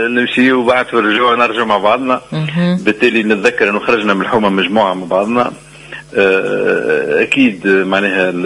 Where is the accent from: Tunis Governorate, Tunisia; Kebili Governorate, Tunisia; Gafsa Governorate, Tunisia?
Tunis Governorate, Tunisia; Tunis; لأنه أنا ولدت في الجنوب، لكن شاءت الأقدار أنه نجي عمري تقريبا 5 سنوات في تونس العاصمة، وقريت في تونس العاصمة